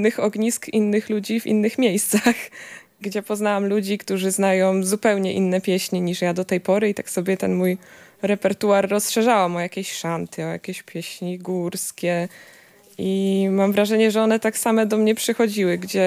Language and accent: Polish; Opole Voivodeship, Poland; No bo ja się wychowywałam na wsi, w Opolskim.